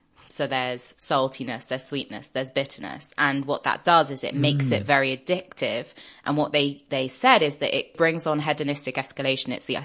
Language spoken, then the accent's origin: English; Paris, Île-de-France, France; because I grew up in Paris